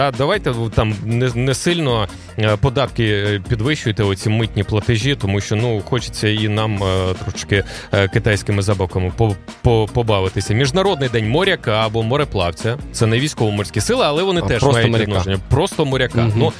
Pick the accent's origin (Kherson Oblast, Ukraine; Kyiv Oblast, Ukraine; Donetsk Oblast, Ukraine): Kherson Oblast, Ukraine; Kherson; Я ж з Херсону, а там всі хто?